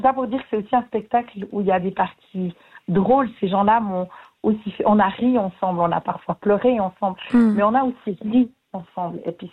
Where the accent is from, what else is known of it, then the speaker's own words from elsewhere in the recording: Saint-Imier, Bern, Switzerland; quand j'étais petite à Saint-Imier, il y avait beaucoup de migrants italiens qui n'étaient pas toujours bien traités. C'était dans les années 70.